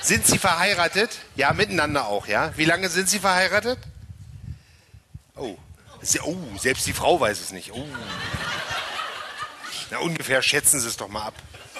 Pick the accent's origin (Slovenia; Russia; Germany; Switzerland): Germany; Magdeburg, Saxony-Anhalt; Fallen mir als Magdeburger ein paar Brücken ein, ne?